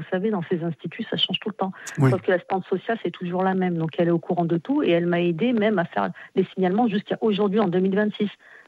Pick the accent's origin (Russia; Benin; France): France; born there; Moi, je suis d'origine maghrébine, tunisienne. Oui. Lui aussi. Moi, je suis née en France.